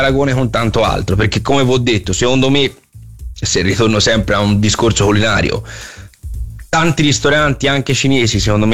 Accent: Campi Bisenzio, Tuscany, Italy; also born or lived in Prato / Florence; quando in realtà poi stai appunto a Campi come me, ma io sono di Campi

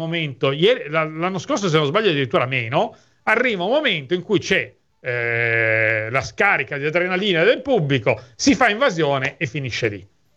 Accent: Turin, Piedmont, Italy; io sono di Torino

